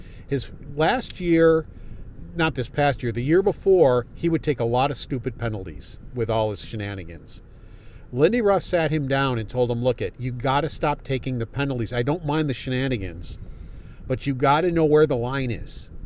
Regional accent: Buffalo, New York, United States; The bartender knew I was from Buffalo and mentioned it.

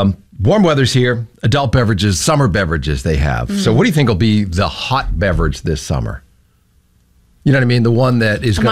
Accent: Norwood, Massachusetts, United States; born there; Down in Norwood, Massachusetts.

